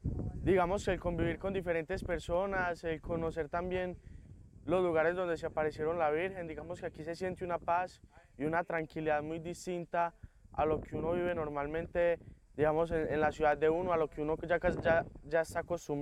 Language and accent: Spanish; Colombia; tengo 16 años, soy de Colombia.